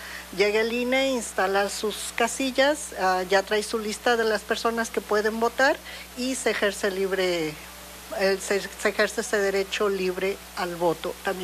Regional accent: Mexico; a todos como mexicanos

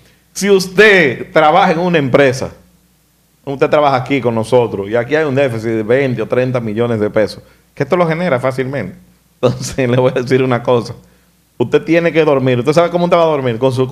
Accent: Dominican Republic; yo soy dominicano.

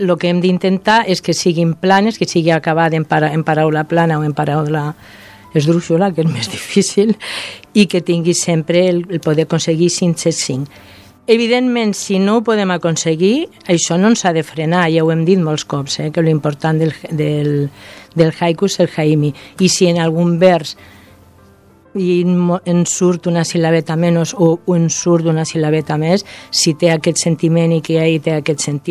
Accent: Castile, Spain; jo soc castellana i adoro el castellà

